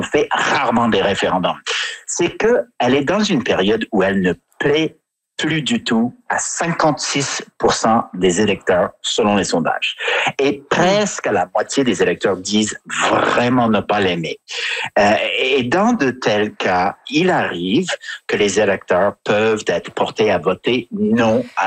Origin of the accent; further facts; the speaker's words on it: Quebec, Canada; Je me permets juste en conclusion sur l'Alberta en tant que Québécois d'ajouter